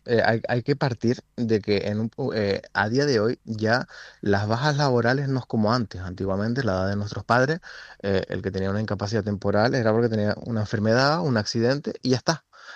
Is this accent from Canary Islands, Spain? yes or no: yes; Canary Islands, Spain; comunidades autónomas como Canarias, es donde estamos arriba del todo